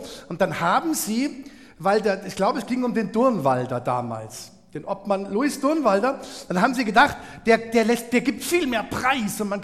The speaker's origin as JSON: {"language": "German", "town": "Munich", "region": "Bavaria", "country": "Germany", "tie": "born or raised there", "moved": "as an adult", "said": "Ich bin ja in München aufgewachsen worden. Bin dann nach der Schule nach Baden-Württemberg"}